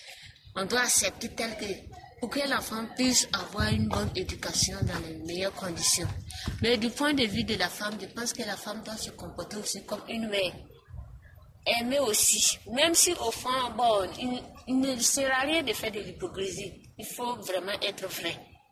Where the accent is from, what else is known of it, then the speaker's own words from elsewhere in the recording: Burkina Faso; Chez nous, au Burkina Faso